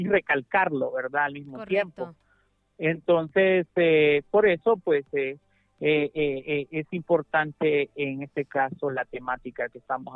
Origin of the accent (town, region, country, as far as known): Honduras